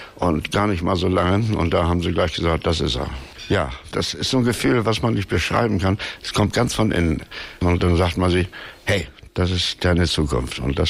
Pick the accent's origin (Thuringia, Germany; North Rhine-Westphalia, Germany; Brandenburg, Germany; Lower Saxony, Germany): Lower Saxony, Germany; Sanderbusch; born there; Nein, ich bin hier oben geboren. Ich bin in Sanderbosch geboren. Das ist in der Nähe von Wilhelmshaven.